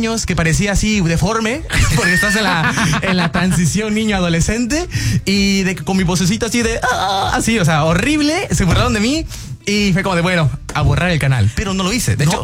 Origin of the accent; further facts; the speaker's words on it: Veracruz, Mexico; pero yo encantado de estar aquí en Veracruz, en mi tierra, y me encanta.